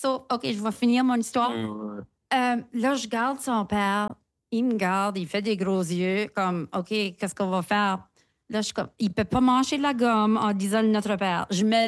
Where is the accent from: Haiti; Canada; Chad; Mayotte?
Canada; Shediac, New Brunswick; accent: Chiac; Et nous, oui, on parlait plus chiac, parce qu'on vient de Chidiac.